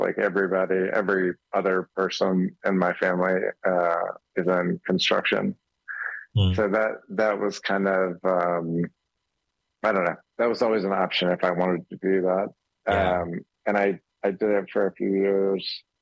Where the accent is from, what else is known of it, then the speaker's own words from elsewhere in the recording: Memphis, Tennessee, United States; also born or lived in New York; I moved home from New York to Memphis, thinking it was just going to be like a short-term thing. And I think 2008.